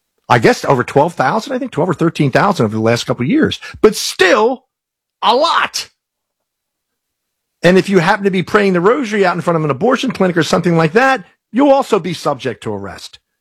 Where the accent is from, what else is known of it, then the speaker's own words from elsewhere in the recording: Ireland; born there; moved away; I'm Irish born, so a lot of times when I visit, I go back to Ireland often.